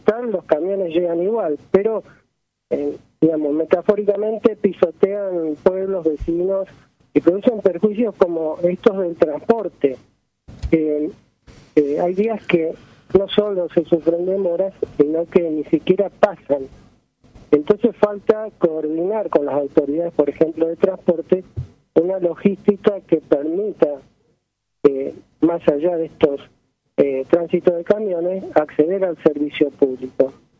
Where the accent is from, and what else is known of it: Argentina